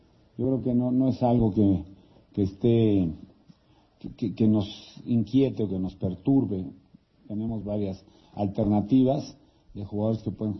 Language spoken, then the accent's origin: Spanish; Mexico; Para mí, como mexicano, no hay mayor gozo o disfrute que representar tu país en algo, en lo que sea, ¿no?